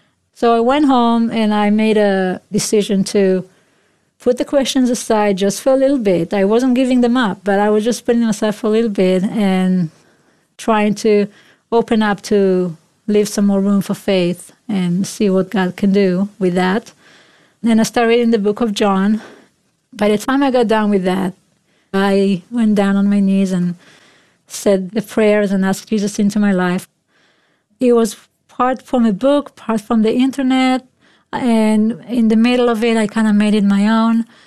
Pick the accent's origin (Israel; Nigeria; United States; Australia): Israel; my perspective, I guess, growing up in Israel.